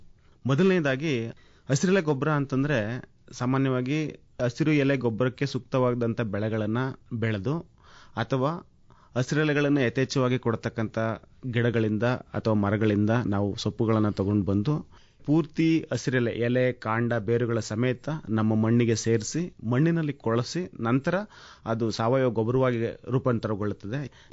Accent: Malavalli, Karnataka, India; moved away; ಮೂಲವಾಗಿ ನಾನು ಮಳವಳ್ಳಿ ತಾಲೂಕಿಂದ ಬಂದಿರೋದ್ರಿಂದ ನಮ್ಮೂರಿನಲ್ಲಿ ಕುಷ್ಕಿ ಬೇಸಾಯನ ಜಾಸ್ತಿ ಮಾಡ್ತಾ ಇದ್ರು.

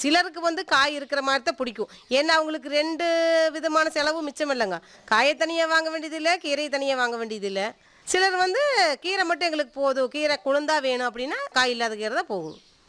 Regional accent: Malaipalayam, Tamil Nadu, India; நாங்கள் பிறந்தது இதே மலைப்பழையுமே தானுங்க. படித்தது பார்த்துட்டிங்கன்னா செஞ்சேரி மலை ஸ்கூலில். நாங்கள் கல்யாணம் பண்ணது இதே ஊரில் தான், மலைப்பழத்துலேயே தான். நாங்கள் இதே ஊரில் தான் இருக்கேங்க. கல்யாணமாகி கிட்டத்தட்ட 21 வருஷம் ஆச்சுங்க.

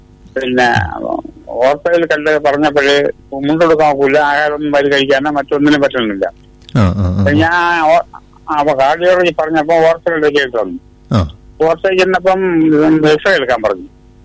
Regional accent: Karnataka, India; ഞാൻ കർണാടകയിൽ നിന്നാണ്.

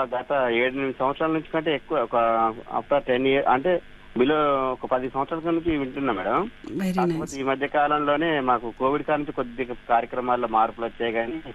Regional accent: Rampuram, Telangana, India; Madam మాది భద్రాద్రి కొత్తగూడెం జిల్లా రాంపురం గ్రామం మేడం.

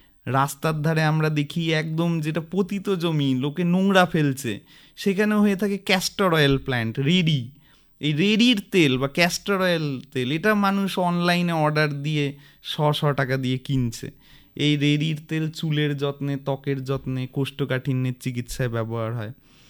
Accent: West Bengal, India; মূলত আমরা যারা উত্তরবঙ্গের বাসিন্দা

